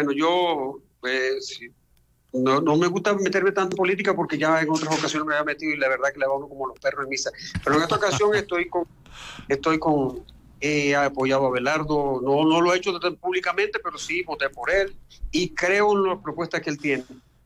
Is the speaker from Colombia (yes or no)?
yes; Villanueva, La Guajira, Colombia; born or raised there